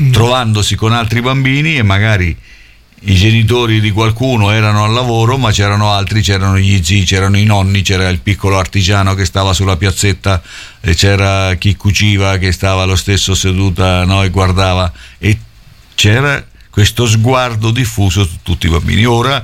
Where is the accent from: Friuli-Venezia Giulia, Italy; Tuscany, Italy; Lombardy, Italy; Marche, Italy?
Marche, Italy; Macerata; io da bambino stavo a Macerata, in un quartiere, insomma, quindi, effettivamente era come stare in un villaggio